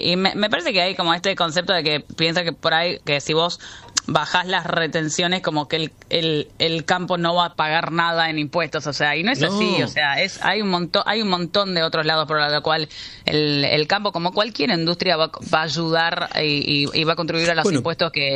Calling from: Buenos Aires, Argentina; Yo vivo en Buenos Aires y voy y vengo. Son 500 kilómetros que hago.

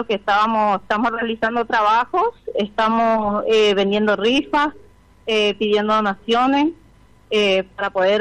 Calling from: Puerto Tirol, Chaco, Argentina; Y soy de Puerto Tirol

